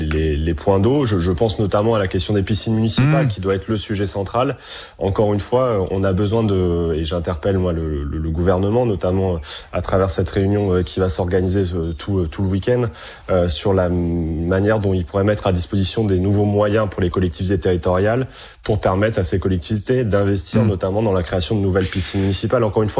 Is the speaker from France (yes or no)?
yes; Hauts-de-France, France; On a des endroits plus ruraux, je pense chez moi en Picardie, dans la Somme